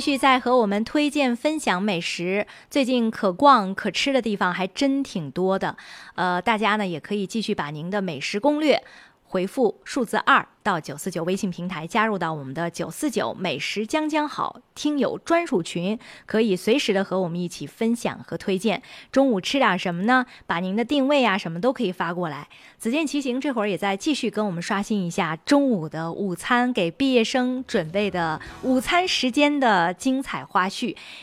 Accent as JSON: {"language": "Chinese", "region": "northern China", "country": "China", "said": "作为北方人"}